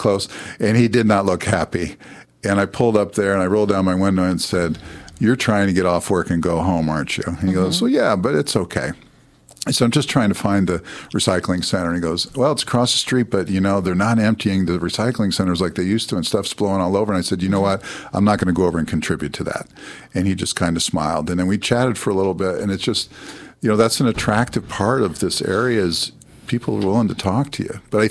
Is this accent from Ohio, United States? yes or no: no; Indianapolis, Indiana, United States; moved away; I come from Indianapolis, so with 2 million people and counting, that area is growing. Mm-hmm. Central Indiana is growing.